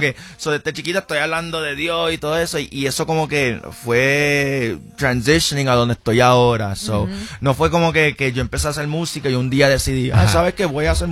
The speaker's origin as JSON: {"language": "Spanish", "country": "Puerto Rico", "said": "Yo soy de Puerto Rico, yo fui desde chiquita escribiendo canciones"}